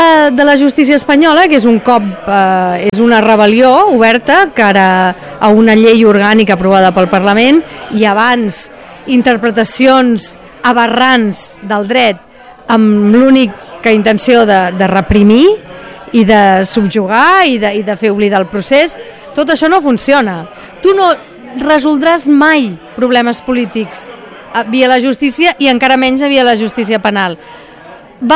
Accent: Barcelona, Catalonia, Spain; now in Belgium; jo sóc catalana. I quan em parlen en castellà, jo dic «català».

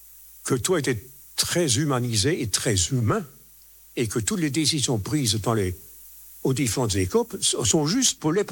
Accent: Grand Est, France; chez nous en Alsace-Lorraine

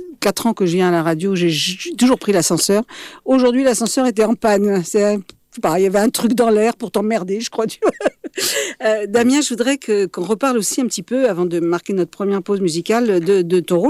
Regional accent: Paris, Île-de-France, France; Moi, je suis parisienne à la base.

